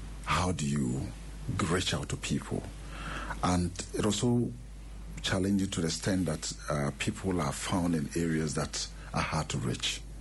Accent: Ghana

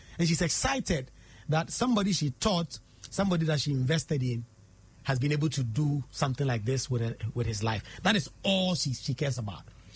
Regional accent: Nangese, Eastern Region, Ghana; I grew up in Nangese. It's a community around Suhum and Koforidua. In fact, it's in the middle of Suhum and Koforidua.

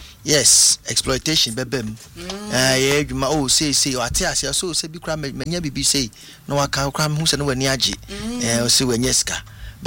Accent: Ghana; in Ghana, our music that we are known for as Ghanaians is known as high life music.

